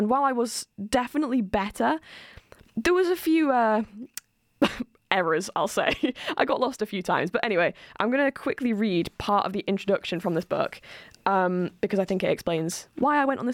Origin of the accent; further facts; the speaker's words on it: Sheffield, Yorkshire and the Humber, United Kingdom; I personally say genel. I'm from Sheffield and I say genel.